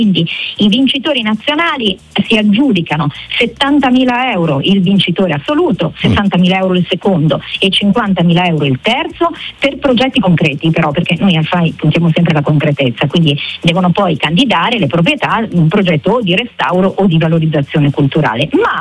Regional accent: Lombardy, Italy; Io sono lombarda

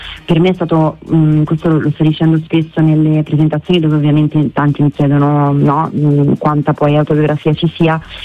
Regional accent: Sarzana, Liguria, Italy; also born or lived in Carrara; now in Rome, Italy; la zona in cui io sono nata a Carrara, ma sono cresciuta a Sarzana, quindi nella Val di Magra, che è un posto bellissimo, meraviglioso, molto umido, e quindi io faccio sempre esperienza di questo passaggio quando da Roma torno a Sarzana

